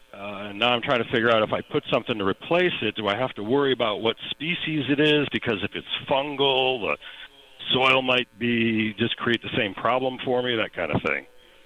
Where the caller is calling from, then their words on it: Bloomington, Indiana, United States; I'm way down in Zone 6B in Bloomington, Indiana. Did a lot of my childhood summers up near Cable and Barnes, Wisconsin